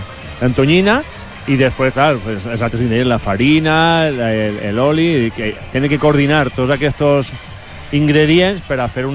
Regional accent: Santa Pola, Valencian Community, Spain; Jo soc de Santa Pola

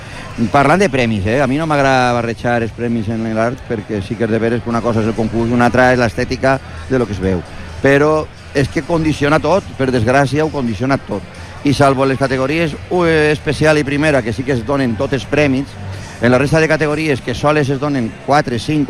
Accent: Elda, Valencian Community, Spain; jo que sóc d'Elda

